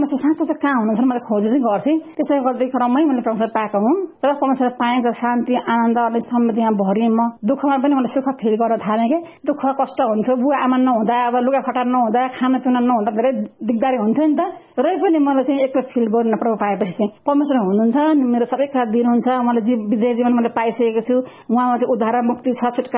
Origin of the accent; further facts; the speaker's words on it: Solukhumbu, Koshi Province, Nepal; now in Kathmandu, Nepal; अनि मेरो गाउँ चाहिँ सोलुखुम्बु हो, काङ्गेल वडा नम्बर 5 हो, गाविस हो हाम्रो चाहिँ। अनि हाल चाहिँ जन्म चाहिँ उहाँ हो, हाल चाहिँ म काठमाडौँमा बस्छु अनि काठमाडौँ यता बालकोटमा बस्छु